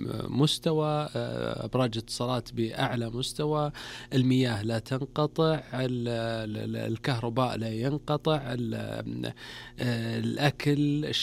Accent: Saudi Arabia; نحن كسعوديين متشرفين ومعتزين ورافعين روسنا

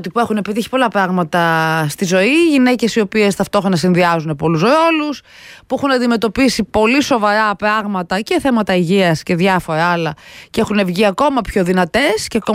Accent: Athens, Attica, Greece; Εδώ είναι ο τόπος μου, η Αθήνα, αγαπημένο μέρος

